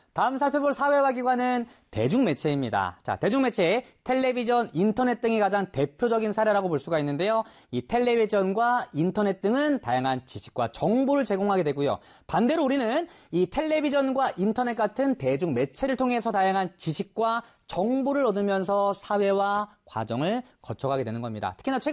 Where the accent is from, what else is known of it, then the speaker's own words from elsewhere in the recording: South Korea; 빵을 먹을 수도 있고 뭐 스파게티 먹을 수도 있지만 우리는 한국에서 자라왔기 때문에 밥을 먹고 있다는 거죠.